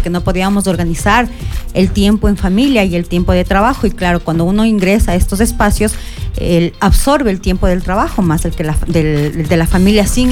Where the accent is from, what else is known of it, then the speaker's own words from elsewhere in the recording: Otavalo, Imbabura, Ecuador; born there; Bueno, yo soy una mujer otavaleña. Mi madre es del Oro, mi padre es de Otavalo, nací en Otavalo.